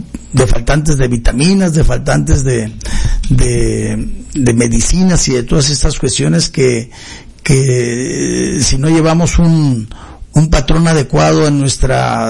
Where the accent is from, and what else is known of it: Mexico